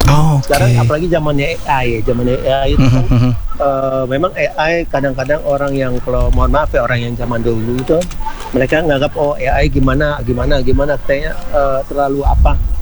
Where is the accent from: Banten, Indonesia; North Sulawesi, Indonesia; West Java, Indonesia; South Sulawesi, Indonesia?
North Sulawesi, Indonesia; Manado; Iya betul, kita dari Manado.